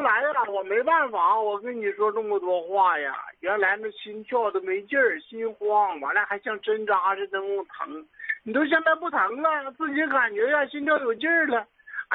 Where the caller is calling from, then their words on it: Dehui, Jilin, China; 我是咱长春德惠的。